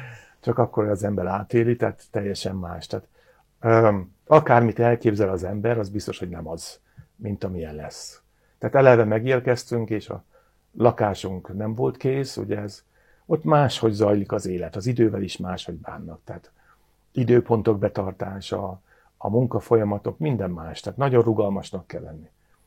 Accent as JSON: {"language": "Hungarian", "country": "Hungary", "also_born_or_lived": "Germany / Africa", "moved": "as an adult", "said": "magyarként Németországba kimentünk tanulni"}